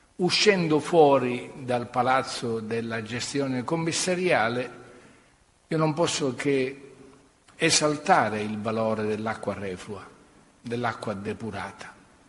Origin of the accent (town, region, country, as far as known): Sicily, Italy